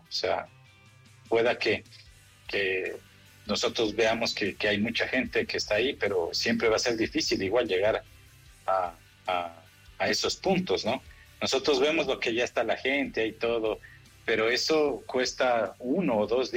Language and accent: Spanish; Ecuador